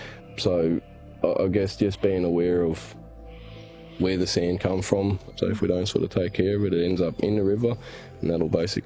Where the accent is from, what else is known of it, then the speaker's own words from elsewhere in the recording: New South Wales, Australia; Wiradjuri man.